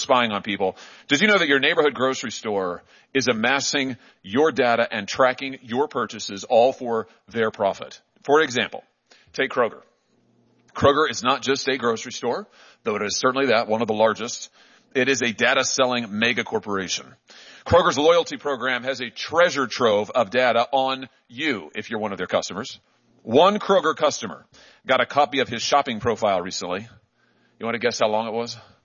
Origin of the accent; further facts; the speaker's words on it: Missouri, United States; my home state of Missouri